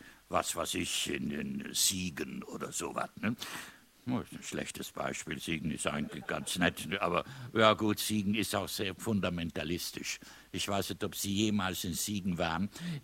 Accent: Trentino-Alto Adige, Italy; now in Rhineland, Germany; das sind wir Südtiroler, auch nicht weit weg davon. Also hier bin ich seit 59 Jahren, also nicht hier direkt, sondern im Rheinland, und gelte als Rheinländer.

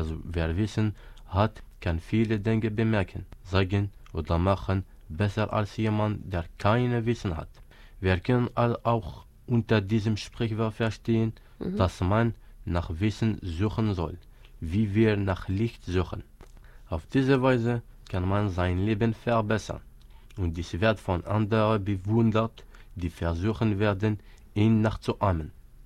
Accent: Algeria; first language Kabyle; German is a second language; ich komme aus Algerien. Meine Muttersprache ist Kabelisch.

